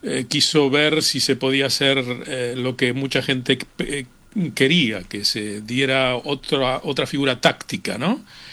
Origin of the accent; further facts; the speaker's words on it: Uruguay; Lo que nosotros como uruguayos sentimos